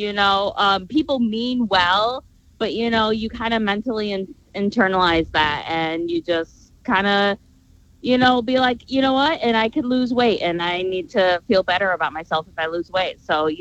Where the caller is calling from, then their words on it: Grand Rapids, Michigan, United States; from Garden Rapids.